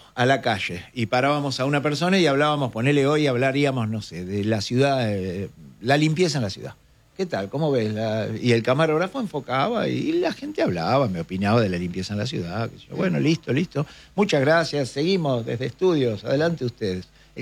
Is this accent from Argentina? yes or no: yes; Mar del Plata, Buenos Aires Province, Argentina; ¿Vos sos el de Mar del Plata? Sí, le digo, soy yo.